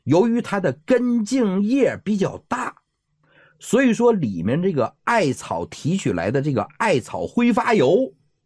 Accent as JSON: {"language": "Chinese", "country": "China", "said": "我告诉你，其实不是，只不过把艾灸发扬光大的是我们中国人"}